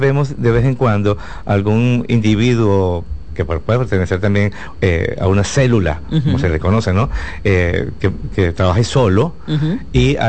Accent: Dominican Republic; vengo de República Dominicana

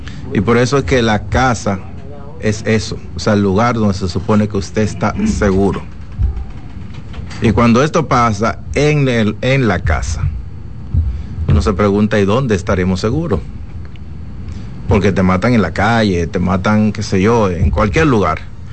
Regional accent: Dominican Republic; como dominicano, se siente herido, como nos sentimos todos los dominicanos.

